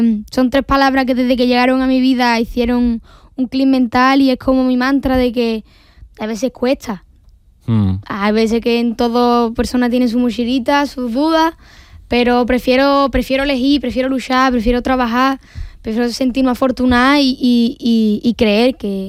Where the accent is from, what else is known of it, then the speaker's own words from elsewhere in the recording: Seville, Andalusia, Spain; que tuve la oportunidad de compartirlo en mi tierra, en Sevilla